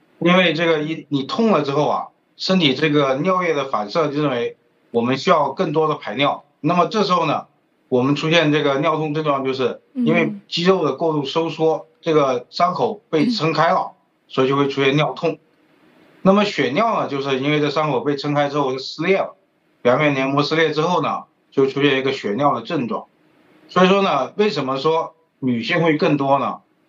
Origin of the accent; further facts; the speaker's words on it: southern China, China; 我们作为一个南方人，这个上火是最典型的一个大家说的一个问题。